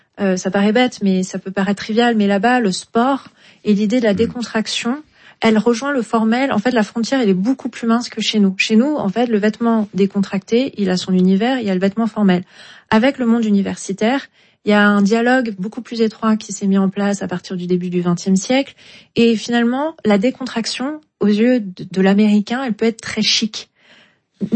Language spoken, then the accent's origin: French; France; Chez nous, en France